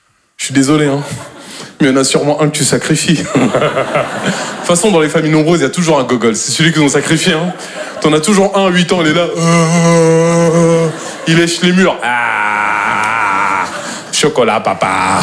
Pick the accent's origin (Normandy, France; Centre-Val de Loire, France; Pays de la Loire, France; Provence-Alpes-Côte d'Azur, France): Normandy, France